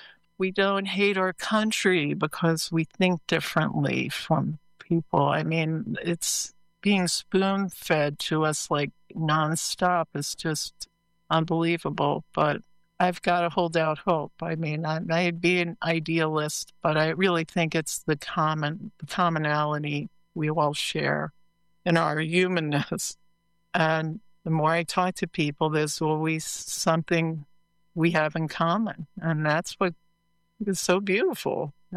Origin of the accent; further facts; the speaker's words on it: New York, United States; Okay, I'm from New York, you know